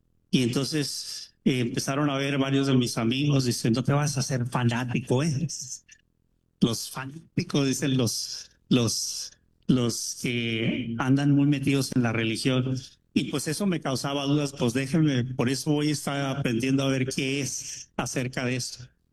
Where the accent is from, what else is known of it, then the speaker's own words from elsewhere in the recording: Tijuana, Baja California, Mexico; now in San Diego, United States; Tuve un amigo que dejó de ser católico, que crecimos juntos en Tijuana y ya vivíamos en San Diego